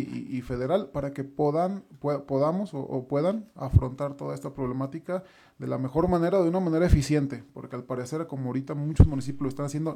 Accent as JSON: {"language": "Spanish", "town": "Lagos de Moreno", "region": "Jalisco", "country": "Mexico", "tie": "born or raised there", "said": "Sí, yo soy de Lagos de Moreno originario."}